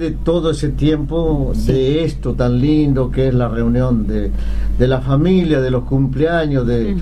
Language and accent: Spanish; Argentina